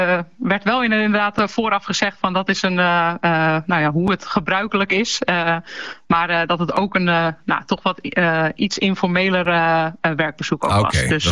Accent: Netherlands; ook omdat we uit Nederland vandaan komen

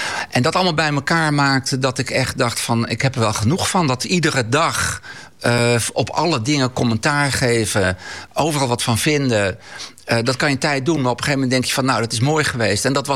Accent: Sneek, Friesland, Netherlands; Ik kom uit Sneek en wij gingen boodschappen doen in Leeuwarden. Dus voor mij betekent Leeuwarden iets.

